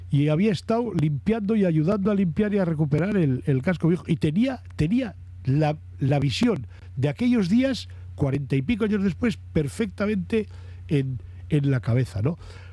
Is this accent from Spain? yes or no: yes; Bilbao, Basque Country, Spain; Pues no, somos de Bilbao.